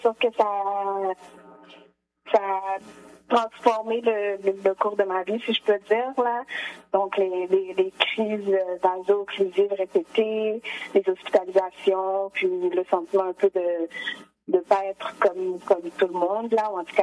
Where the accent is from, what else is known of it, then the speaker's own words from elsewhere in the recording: Quebec City, Quebec, Canada; also born or lived in Cap-Haïtien, Haiti; now in Montreal, Canada; Je suis originairement du Cap-Haïtien. J'ai grandi à Québec, puis là maintenant, je suis à Montréal. Donc, je suis un peu de différentes places.